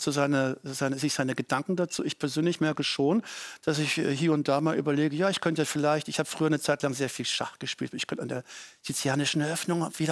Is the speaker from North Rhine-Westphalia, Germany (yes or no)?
yes; North Rhine-Westphalia, Germany; da in Ostwestfalen, wo ich groß geworden bin, da hat dann schon die SPD hier und damals Straßen- und Kinderfeste gemacht